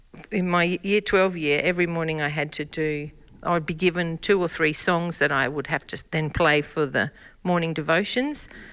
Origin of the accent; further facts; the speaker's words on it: Queensland, Australia; moved away; also born or lived in Tanunda; No, I've been here 33 years, but I grew up in Queensland. And then after a while, I went and lived in Tanunda for a couple of years.